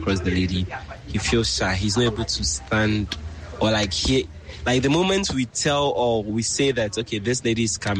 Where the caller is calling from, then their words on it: Osu, Greater Accra, Ghana; I'm speaking from Usu.